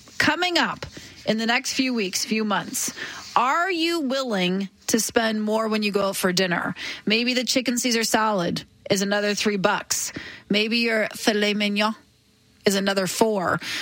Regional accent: Ontario, Canada; accent: Ontario; versus my Ontario accent when I say, oh, I'm going to have tomatoes.

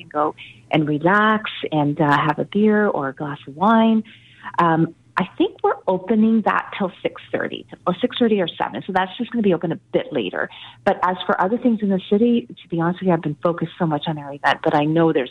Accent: Canada; born there; my parents came to this country, they were immigrants. So for me, and I was born in Canada, of course, but for me, it's also very heartfelt

